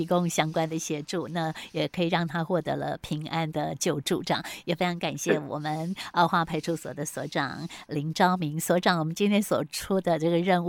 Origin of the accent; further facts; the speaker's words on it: Taiwan; 这个不是说我们是台湾人哈，我们就可以比较那个疏忽哈。